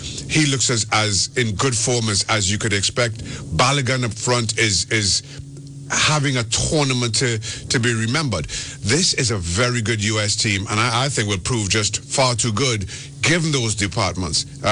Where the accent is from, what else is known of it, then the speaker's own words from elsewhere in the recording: Trinidad & Tobago; You mentioned I'm from Trinidad and Tobago, so I grew up playing against the U.S. at junior national levels.